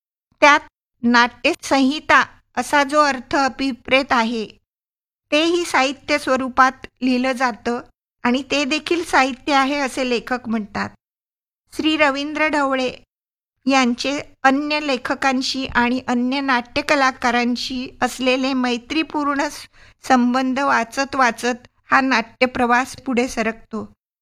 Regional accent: Nashik, Maharashtra, India; मी देखील नाशिकचीच आहे.

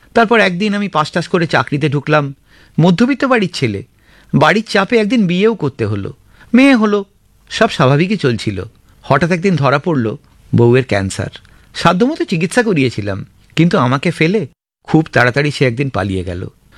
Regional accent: Howrah, West Bengal, India; আগেই বলেছি আমি হাওড়ার ছেলে, ছোট থেকে শিববুর মন্দিরতলা অঞ্চলে বড় হওয়া। ওখানেই দীনবন্ধু কলেজ থেকে সায়েন্স নিয়ে গ্র্যাজুয়েট হয়েছিলাম।

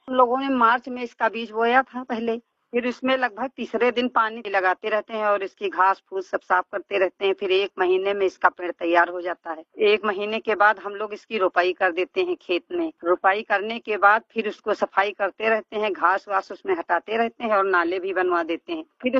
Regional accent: Dhineni, Uttar Pradesh, India; मैं ग्राम पंचायत धिनेनी से हूँ। मेरा जिला सीतापुर, ब्लॉक बिसवा।

